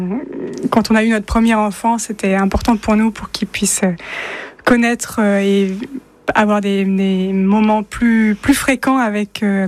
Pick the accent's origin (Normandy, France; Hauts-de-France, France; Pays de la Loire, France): Pays de la Loire, France; Cholet; moved away as an adult; also born or lived in Paris region; now in Saint-Herblain, France; Je suis originaire du Maine-et-Loire.